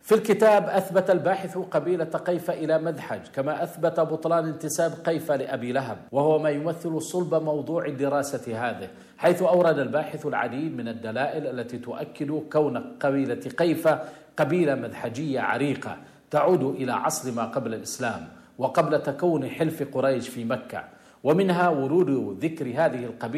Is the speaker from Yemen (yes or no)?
yes; Yemen; لنا كيمنيين